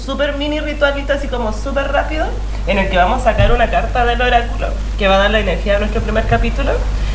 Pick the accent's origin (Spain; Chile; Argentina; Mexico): Chile; Calama, Antofagasta; born there; Nací en Calama, así que soy zorra.